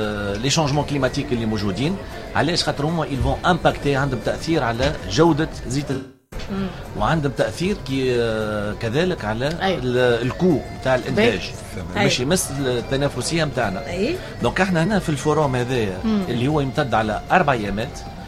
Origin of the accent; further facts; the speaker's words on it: Tunisia; عندنا في تونس